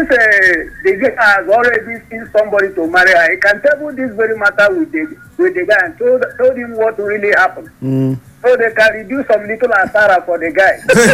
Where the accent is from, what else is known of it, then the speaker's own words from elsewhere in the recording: Douala, Littoral, Cameroon; Good morning, guys. … from Douala.